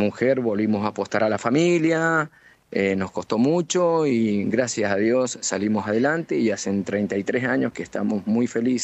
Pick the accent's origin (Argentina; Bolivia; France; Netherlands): Argentina; moved away as an adult; me fui por una situación, como muchos argentinos no hemos ido, por el futuro de nuestros hijos, por la situación económica